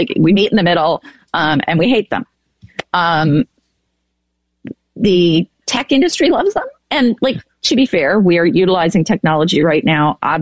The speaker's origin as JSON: {"language": "English", "country": "Ireland", "said": "I'm Irish. I'm from the South. Of course I'm superstitious."}